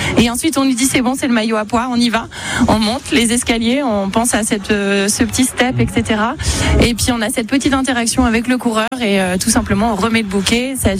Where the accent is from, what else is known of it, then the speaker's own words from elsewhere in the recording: Angers, Pays de la Loire, France; Alors non, moi je suis angevine.